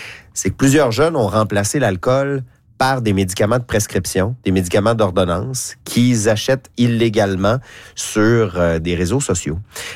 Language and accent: French; Quebec, Canada; chez nous, au Québec, au Canada.